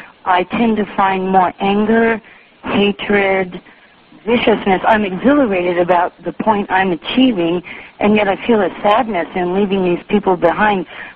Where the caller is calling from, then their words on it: Alaska, United States; I'm calling from Prince William Sound.